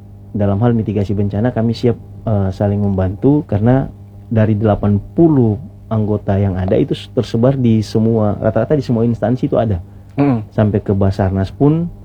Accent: Maluku, Indonesia; daerah asal saya di Sirsur

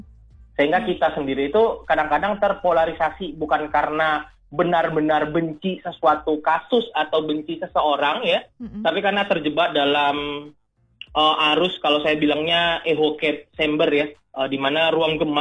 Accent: Pekanbaru, Kampar, Riau, Indonesia; now in Jakarta, Indonesia; Oke, saya sebenarnya aslinya dari Pekanbaru ya, Kampar sebenarnya. Tapi domisili di Jakarta

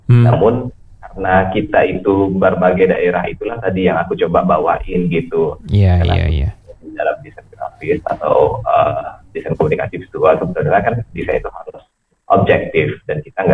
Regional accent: West Sumatra, Indonesia; dari kedaerahan atau dari asal-masal saya sebagai orang Minang

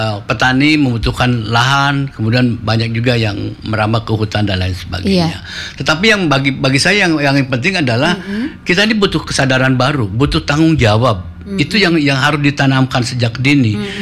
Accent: Cimahi, West Java, Indonesia; Saya dari Cimahi.

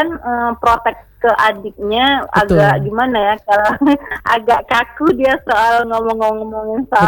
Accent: Padang, West Sumatra, Indonesia; born there; Emang udah lahir di Padang.

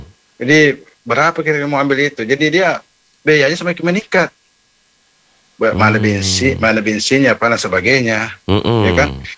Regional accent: Bone, South Sulawesi, Indonesia; born there; moved away

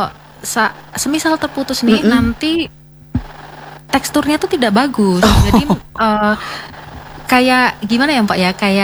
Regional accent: Central Java, Indonesia; now in Manokwari, Indonesia; Saya malah dari Jawa Tengah.

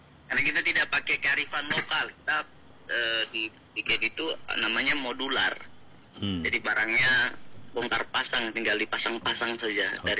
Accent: Papua, Indonesia; kita orang Papua

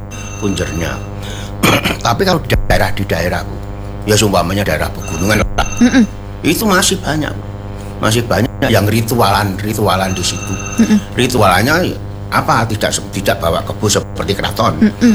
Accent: Boyolali, Central Java, Indonesia; Saya kan orang Boyolali.

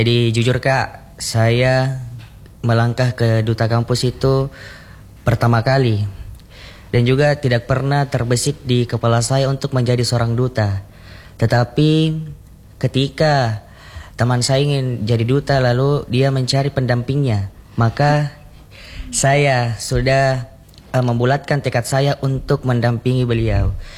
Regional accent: Southeast Sulawesi, Indonesia; now in Makassar, Indonesia; Saya berasal dari Sulawesi Tenggara, namun saya lahir di Sulawesi Selatan.

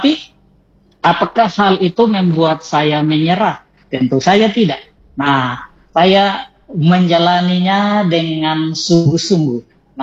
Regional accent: Indonesia; moved away; saya pribadi sebagai anak kampung, oh ya, pendengar semuanya, saya lahir di kampung. Nah, saya lahirnya di kampung Oelufa. Nah, Oelufa. Terus itu satu kampung di daerah Kecamatan Lohulu.

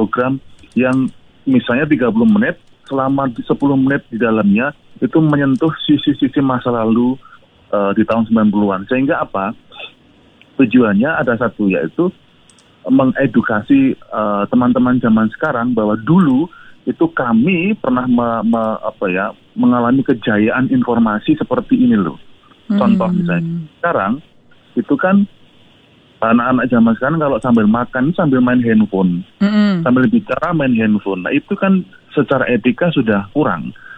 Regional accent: Yogyakarta, Special Region of Yogyakarta, Indonesia; Yang pertama itu secara umum ya, karena saya dari Jogja ya

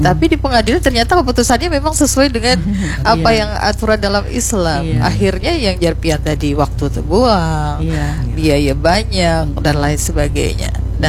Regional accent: Banjar, South Kalimantan, Indonesia; kita orang Banjar ini

